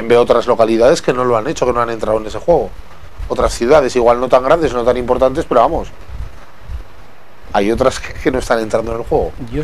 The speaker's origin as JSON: {"language": "Spanish", "town": "Zaragoza", "region": "Aragon", "country": "Spain"}